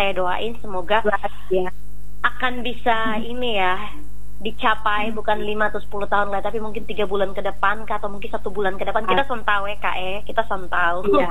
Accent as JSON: {"language": "Indonesian", "region": "East Nusa Tenggara", "country": "Indonesia", "moved": "yes", "lives_now": "Java, Indonesia", "said": "kita kan orang NTT, kita di Jawa"}